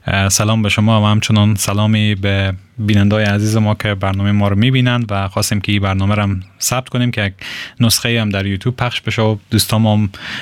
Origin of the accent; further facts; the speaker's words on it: Herat, Afghanistan; و متولد هراتم.